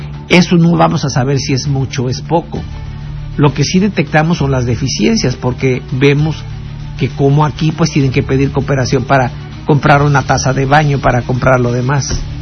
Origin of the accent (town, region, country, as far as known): Mexico